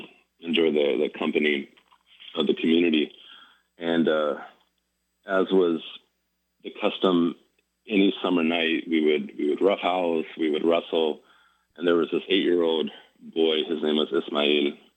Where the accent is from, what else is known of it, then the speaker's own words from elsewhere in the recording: Stockton, California, United States; growing up in Stockton and growing up Muslim